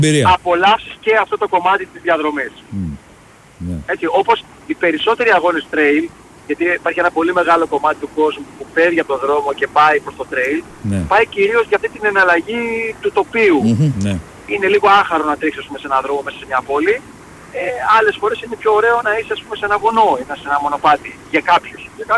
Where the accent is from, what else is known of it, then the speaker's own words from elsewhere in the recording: Lechaina, Western Greece, Greece; moved away; Διότι μεγάλωσα στα Λεχενά, ήταν ο πατέρας μου τότε στην πολεμική αεροπορία στην Αντραβίδα, στη βάση της Αντραβίδας, μεγάλωσα στα Λεχενά, από όπου κατάγεται και ο ίδιος.